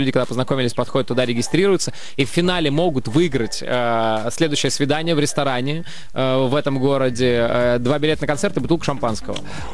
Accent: Barnaul, Altai Krai, Russia; Начиная с моего родного города, Барнаул, на следующий день Новосибирск

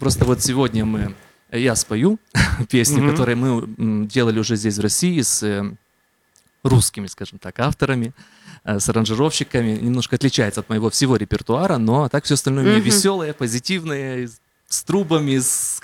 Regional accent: Transnistria, Moldova; now in Moscow, Russia; Я 4 года назад переехал в Москву из Приднестровья.

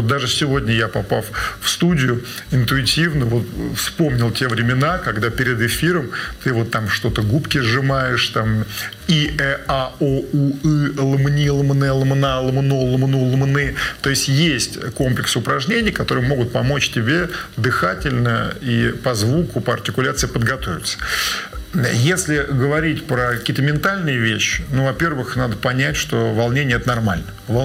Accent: Moscow, Russia; born there; мне 17 лет, я родился в Москве.

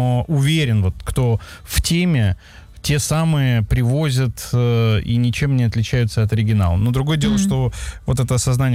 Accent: Sri Lanka; now in Russia; Я из Шри-Ланки и каждый раз везу аюрведические препараты, мази, масла из фруктов, манго, ананасы и маракуйю.

